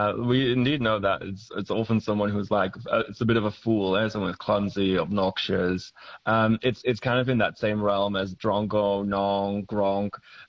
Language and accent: English; Monash, Victoria, Australia; Oh, look, I'm from Monash, and maybe it's a Victorian thing, but that came up when I surveyed a couple of people.